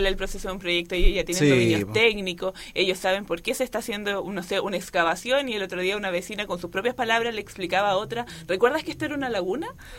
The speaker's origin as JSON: {"language": "Spanish", "town": "Yungay", "region": "Ñuble", "country": "Chile", "tie": "born there", "also_born_or_lived": "Concepción", "moved": "as an adult"}